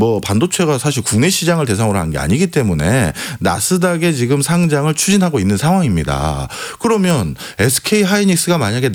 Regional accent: South Korea; 저는 한국 사람이기 때문에 또 앞으로도 평생 한국 사람으로 살 것이기 때문에

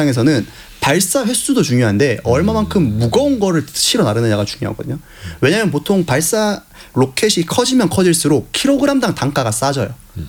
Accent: Ulsan, South Korea; now in Seoul, South Korea; 제가 고향이 울산인데

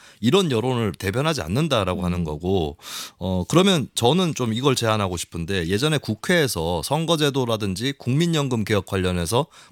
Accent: Gyeongsang, South Korea; 제가 경상도 출신인데요.

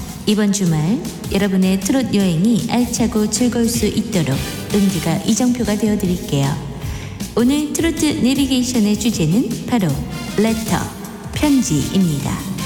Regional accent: Gimhae, South Gyeongsang, South Korea; now in Seoul, South Korea; 저는 고향이 김해인데요. 서울에 올라와서 18번, 19번 정도 이사를 했거든요.

